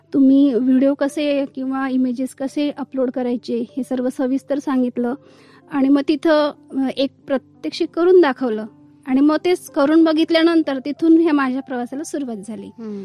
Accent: Malegaon, Maharashtra, India; माझं बालपण मालेगाव मध्ये गेलं. मालेगावात माझे वडील महानगरपालिकेत शिक्षक होते

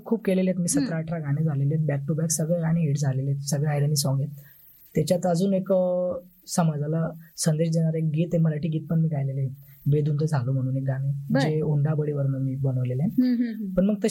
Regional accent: Varshi, Dhule district, Maharashtra, India; first language Ahirani; माझं मूळ गाव वर्षी, तालुका जिल्हा धुळे.

